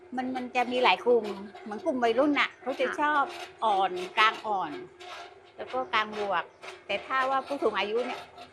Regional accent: Surat Thani, Thailand; now in Ranong, Thailand; เป็นคนสุราษฎร

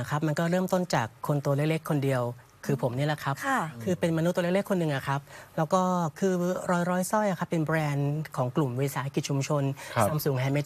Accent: Bangkok, Thailand; born there; คือพ่อคุณแม่ผมอะครับคือไปโตที่กรุงเทพครับแล้วผมก็เกิดที่กรุงเทพนะฮะแต่ว่าเลือดอีสานเราเข้มข้นนะครับ

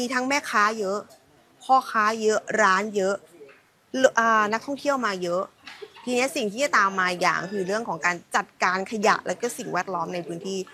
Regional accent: Suphan Buri, Thailand; หนูว่าเป็นคนสุพรรณแต่หนูไม่เคยมาเที่ยวสามชุก

